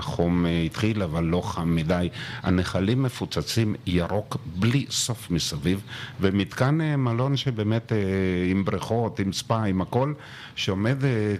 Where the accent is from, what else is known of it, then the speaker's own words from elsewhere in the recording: Neve Ilan, Jerusalem District, Israel; now in Kiryat Shmona, Israel; נווה אילן.